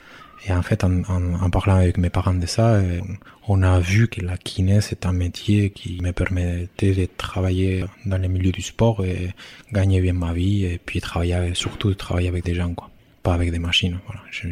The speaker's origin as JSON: {"language": "French", "town": "Bilbao", "region": "Basque Country", "country": "Spain", "second_language": "French", "moved": "as an adult", "lives_now": "Bayonne, France", "said": "Je suis de Bilbao. J'habite à Bayona et je travaille à la Ressort et je suis kiné."}